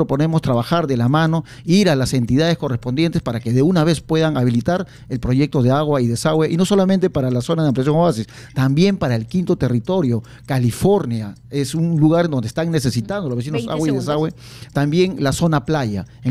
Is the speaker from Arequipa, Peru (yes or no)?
no; Lima, Peru; born or raised there